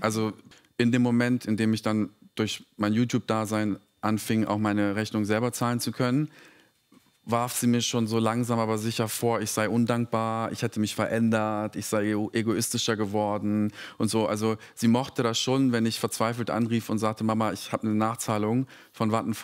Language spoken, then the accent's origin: German; Serbia; ich komme aus Serbien. Wir sind sehr konservativ, was sagt deine Familie?